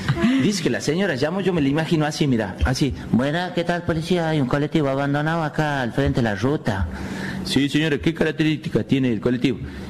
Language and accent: Spanish; Tucumán, Argentina; Como buen tucumano, dañino, atrevido y todo.